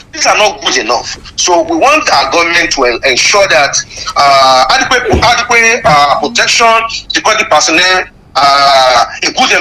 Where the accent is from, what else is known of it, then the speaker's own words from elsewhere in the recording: Nigeria; We are all Nigerian